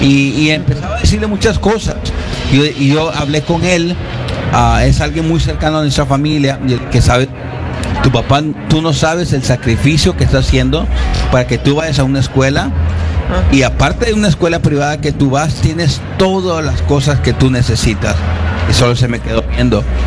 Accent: El Salvador; Yo soy de Salvador, yo crecí en Salvador

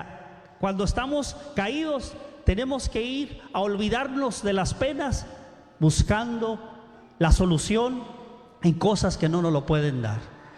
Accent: Mexico; los que somos de México

